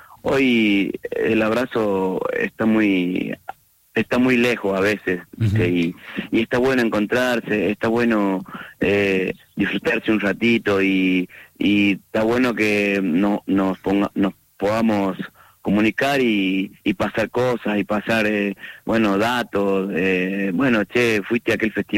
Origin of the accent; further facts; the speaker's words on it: Río Seco, Córdoba, Argentina; moved away; justo hoy estoy de pasada por mi pueblo, así que estoy comiendo un cabrito acá con mi familia. Nada, justo paso, voy de pasada para el norte de gira y bueno, estoy justo en Río Seco acá